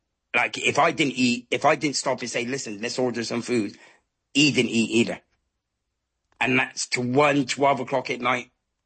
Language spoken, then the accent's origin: English; Bristol, South West England, United Kingdom; I'm from a place called Norwest. So, and his mum grew up in Harcliffe where my cousins grew up. So I grew up in Harcliffe a little bit.